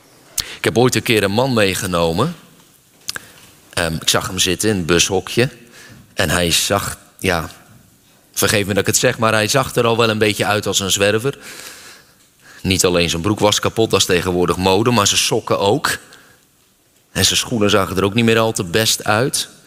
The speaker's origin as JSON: {"language": "Dutch", "country": "Netherlands", "said": "Wij zijn geneigd, zeker als Nederlanders, om alleen mensen toe te laten in onze kring die we vertrouwen."}